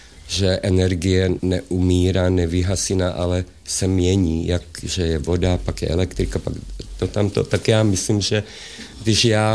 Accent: southern Slovakia, Slovakia; born there; first language Hungarian; Czech is a second language; protože doma jsme mluvili maďarsky, my jsme byli odsunutí za dekrétu. Takže jsme někde skončili na hranicích Jižního Slovenska s Maďarskem. Babička říkala, že tam je vysadili, poslali do pole a tam jsme byli a tam jsem se narodil já.

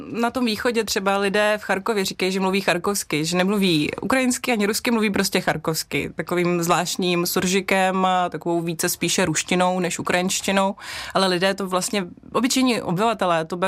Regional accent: Kazakhstan; now in Czech Republic; když si vysvětlíme, že jsem původem z Kazachstánu, že jsem česká novinářka, tak většinou je to v pohodě.

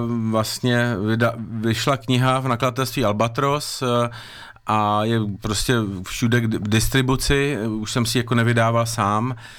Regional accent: Prague, Czechia; now in Krušné hory, Czech Republic; všechno jsem si tam pamatoval líp a než jako z dětství v Praze

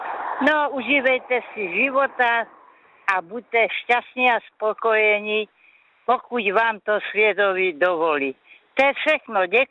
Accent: Krnov, Moravian-Silesian Region, Czechia; born there; A písničku posílám do svého rodného města, do Krnova, Aničce, Slavce, Daně, svému Braškovi, manželkou.

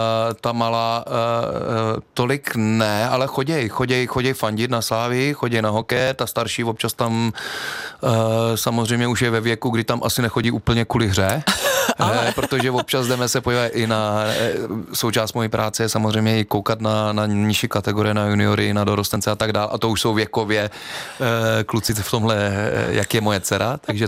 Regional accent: Třebíč, Vysočina Region, Czechia; když já jsem byl na Kladně, já pocházím z Třebíče, pak jsem měl na Kladno dělat talentové zkoušky na hokej

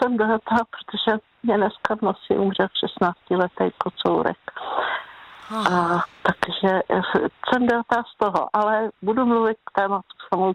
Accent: Plzeň Region, Czechia; já jsem dokonce rodačka z Plzeňska

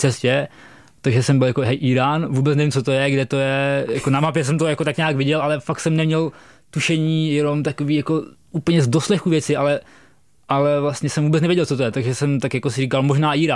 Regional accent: Chotěboř, Vysočina Region, Czechia; No a jednou dokonce v mém rodním městě, jako v Chotěboři, tam stopoval na konci města nějaký týpek

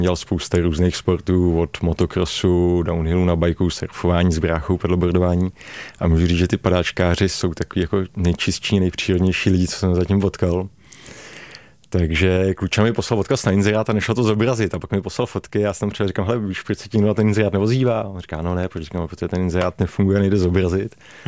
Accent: Bohemia, Czechia; z Čech, paraglidista

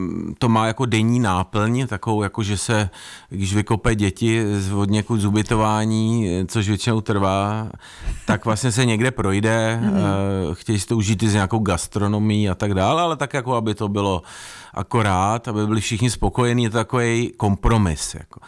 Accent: Ore Mountains, Czechia; born there; also born or lived in Prague; já jsem sice ano narozen v Praze, ale vlastně svoje dětství si pamatuju z Krušných hor, že dědeček tam bydlel a my jsme tam vlastně strávili celý dětství.

